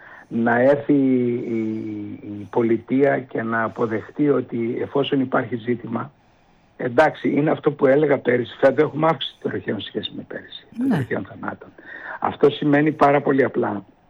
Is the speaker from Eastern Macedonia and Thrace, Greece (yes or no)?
yes; Keramoti, Eastern Macedonia and Thrace, Greece; Μπορεί να σηκωθεί από το Ηράκλειο να πάει στο χωριό μου στην Κεραμωτή.